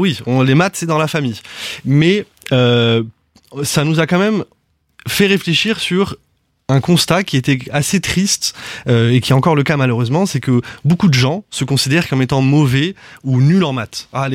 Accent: Casablanca, Casablanca-Settat, Morocco; moved away as an adult; also born or lived in France; J'arrive du Maroc, à la base. J'ai grandi à Casablanca, où j'ai fait mes études là-bas. Et après avoir fait mes études post-bac en France, je suis revenu pour créer mon école de coaching scolaire au Maroc

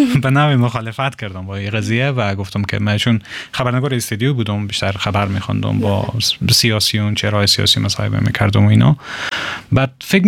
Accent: Herat, Afghanistan; و متولد هراتم.

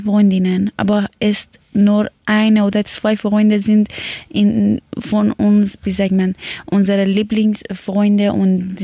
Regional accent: Afghanistan; German is a second language; also born or lived in Iran; now in Germany; ich komme aus Afghanistan und bin in Iran geboren. Deswegen gefällt mir iranische Lieder und ich bin in Iran geboren, bis ich 14 Jahre alt war, war ich in Iran und danach sind wir nach Afghanistan gefahren

